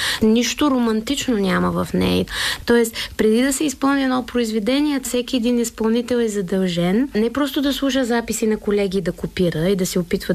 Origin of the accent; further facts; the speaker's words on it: Plovdiv, Plovdiv Province, Bulgaria; now in Sofia, Bulgaria; аз и оставам, разбира се, корена пловдивчанка. Родена съм в Пловдив, имала съм прекрасни преподаватели в същото това музикално пловдивско музикално училище